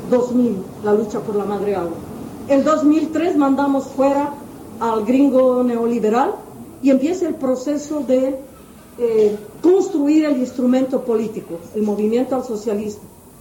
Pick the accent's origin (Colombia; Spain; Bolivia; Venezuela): Bolivia; mi pueblo antes del 2003, antes del 2006, era un tipo de Bolivia, donde los indios, las indias, bajábamos la cabeza, donde no teníamos orgullo de nuestra lengua, de nuestro idioma, de nuestro cuerpo, de nuestro color, de nuestro tamaño